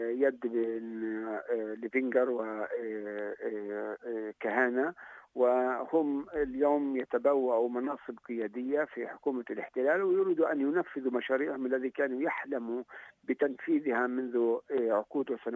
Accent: Palestine; لنا كفلسطينيين

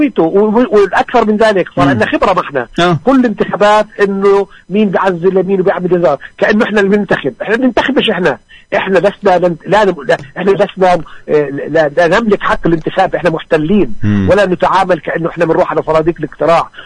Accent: Palestine; إحنا كفلسطيني

